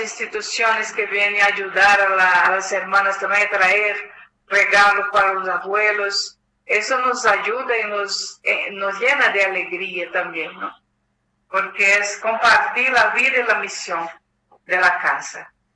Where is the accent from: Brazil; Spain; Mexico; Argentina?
Brazil; No es la primera vez que vengo y soy de Brasil